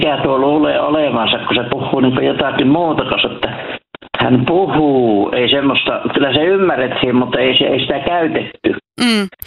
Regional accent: Lapland, Finland; accent: Western Lapland dialect; minun kotikylällä sinne Matilanpalhoon

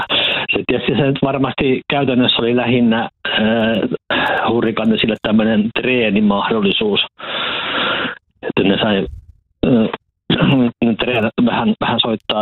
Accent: Huittinen, Satakunta, Finland; mun isä oli vankilassa töissä vartijana ja siis mä huittisin sitä kotosi ja asuin nuoruuteni ja parhaisen aikuisuutenikin Huittisissa.

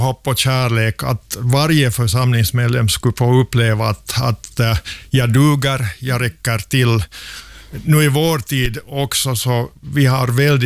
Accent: Sipoo, Uusimaa, Finland; born there; moved away; also born or lived in Tanzania; Jag är född i Borgby, Sibbo.

